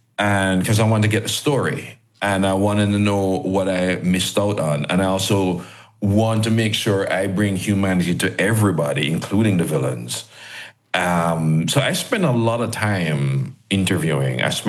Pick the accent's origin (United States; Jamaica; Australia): Jamaica; well, I'm a Jamaican, I don't need to check anything.